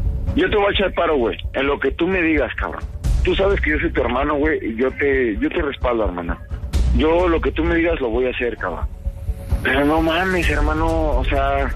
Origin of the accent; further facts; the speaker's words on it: Mexico City, Mexico; O sea, la neta te lo digo como chilango, güey.